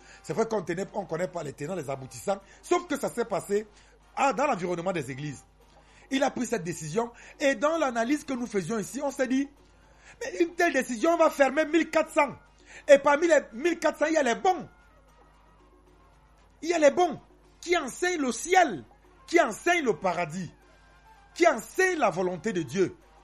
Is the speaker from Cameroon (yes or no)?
yes; Limbe, Southwest Region, Cameroon; moved away; j'ai grandi dans la zone anglophone. Moi, j'ai grandi à Limbé et beaucoup plus du côté de Newtown. Pour les gens qui ont vécu à Limbé, moi, j'ai habité 3 quartiers à Limbé. J'étais d'abord à Newtown, au lieu du Jumbo Palace.